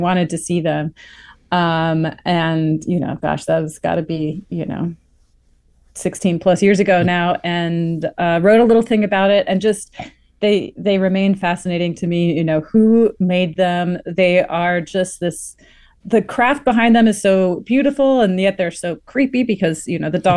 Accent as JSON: {"language": "English", "region": "East Coast", "country": "United States", "moved": "as an adult", "lives_now": "Texas, United States"}